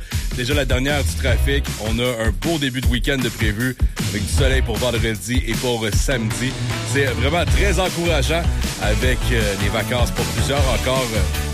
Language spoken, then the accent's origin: French; Quebec, Canada; en tant que Québécois